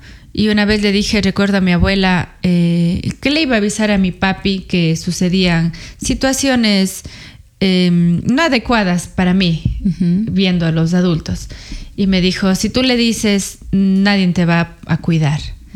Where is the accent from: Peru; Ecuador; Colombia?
Ecuador; Sucúa, Morona Santiago; Pasé en Sucúa, yo soy de Sucúa, de Morona, Santiago. Pasé allá hasta los 9 años con mi abuelita.